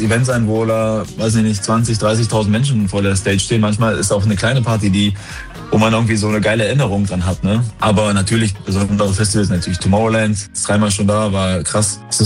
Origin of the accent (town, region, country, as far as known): Kühlstedt, Thuringia, Germany; born or raised there